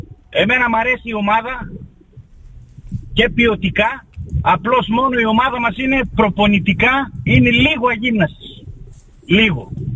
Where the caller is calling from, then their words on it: Lippstadt, North Rhine-Westphalia, Germany; Τώρα Λίψατ λέγεται η πόλη μου. Είναι κοντά στο Ντόρτμουντ.